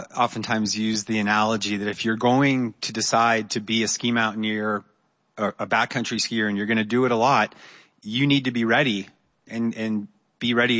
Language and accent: English; New Hampshire, United States; moved away; my good friend who I grew up with in New Hampshire, Mark Sinnott.